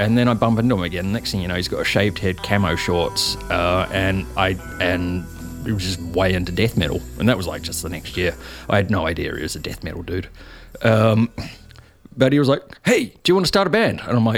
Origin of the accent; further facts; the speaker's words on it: Auckland, New Zealand; I'm from here. Auckland. I grew up in Beachhaven.